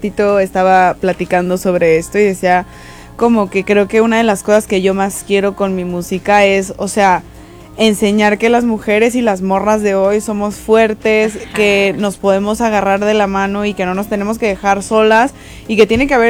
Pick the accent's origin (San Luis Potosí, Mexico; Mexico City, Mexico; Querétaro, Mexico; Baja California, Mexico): Mexico City, Mexico; Yo soy de la Ciudad de México, sí.